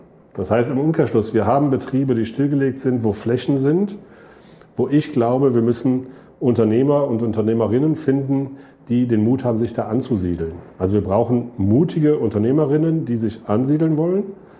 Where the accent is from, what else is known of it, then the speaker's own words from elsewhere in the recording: Krefeld, North Rhine-Westphalia, Germany; also ich komme aus Krefeld